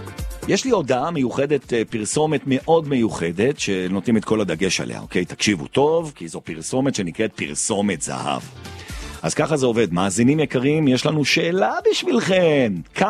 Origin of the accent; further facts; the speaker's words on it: Jerusalem, Jerusalem District, Israel; אני גדלתי שם, גם סיימתי את התיכון במקיף גילו.